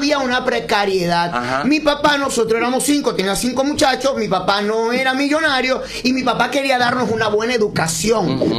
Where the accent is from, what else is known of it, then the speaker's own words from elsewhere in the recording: Miches, El Seibo, Dominican Republic; moved away; nosotros éramos de Miche, somos de Miche, vivíamos en Miche